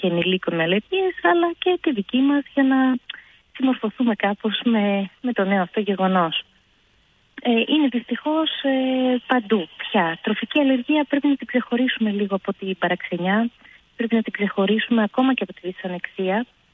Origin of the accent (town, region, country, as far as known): Greece